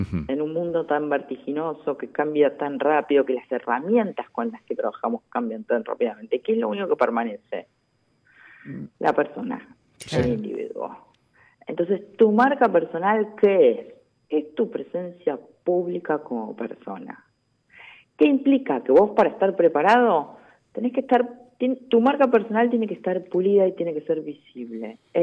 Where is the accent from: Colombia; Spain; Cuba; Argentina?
Argentina; Nosotros como argentinos sabemos, los que somos más grandes